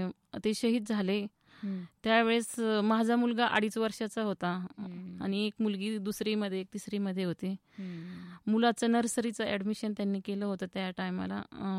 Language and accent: Marathi; Chambudi, Maharashtra, India; also born or lived in Sarola Adwai / Parner / Pravaranagar; श्रीगोंदा तालुक्यात चांबुडी हे गाव आहे. माझं बालपण माझ्या आईच्या तिकडेच गेल्यानंतर मी मोठी झाल्यानंतर